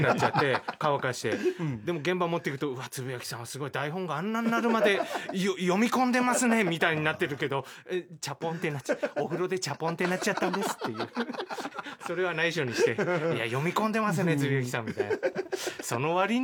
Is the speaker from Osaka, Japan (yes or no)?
no; Tochigi, Japan; now in Tokyo, Japan; 僕、意外と南の方なんで。まあ、シティ派と言ってます